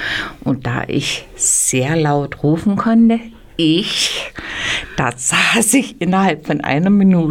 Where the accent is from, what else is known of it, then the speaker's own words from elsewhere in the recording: Ehrenberg, Germany; Ich bin auch geboren in Ehrenberg, bin auch in die Schule gegangen und wurde ausgesucht.